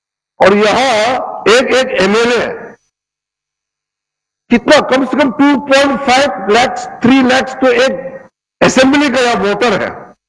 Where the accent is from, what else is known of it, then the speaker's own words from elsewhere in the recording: North East India, India; मैं तो ऐसा जगह से आता हूं, वेस्ट बंगाल तो हमारे लिए कैपिटल जैसे है